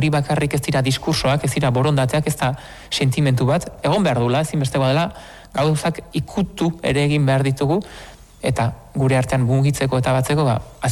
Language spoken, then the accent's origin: Basque; San Sebastián, Basque Country, Spain; ze Aldezarrean jaio nintzen, eta Aldezarrean 30 urte luze zegoen naiz bizitzen, gurasoak oraindik ere Aldezarrean bizi dira